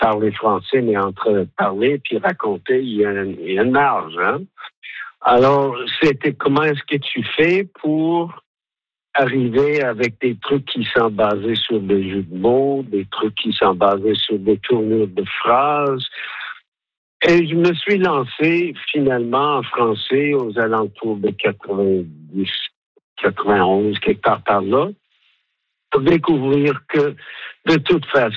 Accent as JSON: {"language": "French", "region": "Munster", "country": "Ireland", "second_language": "French", "said": "moi je viens du sud-ouest de l'Irlande, on appelle ça la dernière paroisse avant l'Amérique, c'est l'extrême point à l'ouest de l'Europe, et on a les montagnes derrière nous et la mer devant"}